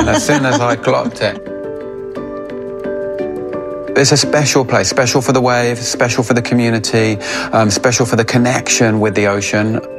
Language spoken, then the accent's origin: English; London, United Kingdom; moved away as an adult; now in Cornwall, United Kingdom; I didn't grow up in Newquay. I've been coming to Cornwall since I was a small boy. But I'm a Londoner born and bred that now lives in Cornwall. I've lived here for the best part of 20 years.